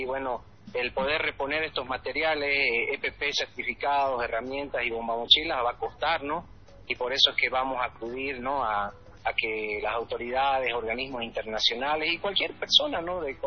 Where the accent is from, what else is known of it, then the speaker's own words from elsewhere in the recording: Santa Cruz, Bolivia; moved away as an adult; Cruceño, yo soy cruceño y bueno, ya estoy aquí hace más de 18 años, pero siempre hay la añoranza de poder algún día estar por allá